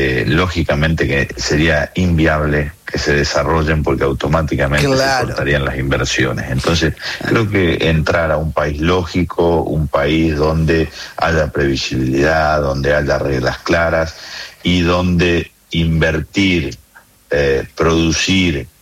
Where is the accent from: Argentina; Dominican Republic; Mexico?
Argentina; Y no, no me gustaría como argentino